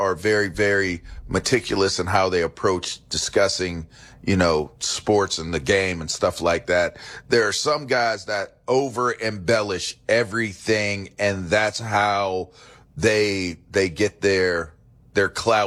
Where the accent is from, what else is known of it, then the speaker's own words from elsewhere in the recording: Nigeria; I don't even really relate to the traumas that American black people had because I'm Nigerian.